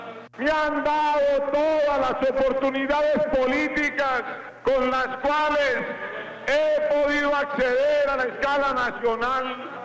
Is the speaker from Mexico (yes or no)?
no; Pereira, Risaralda, Colombia; yo no soy de esta tierra, ni soy de Pereira, por una circunstancia accidental. Aquí nací, de aquí son mis padres, aquí crecí, aquí tengo todos mis amigos, de aquí es mi esposa y de aquí son mis hijos.